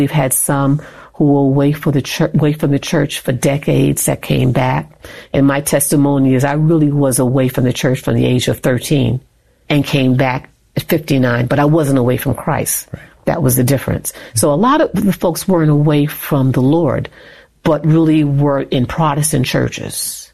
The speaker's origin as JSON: {"language": "English", "region": "New York", "country": "United States", "accent": "New York", "said": "I moved from New York, and I still had this New York accent, even after 10 years."}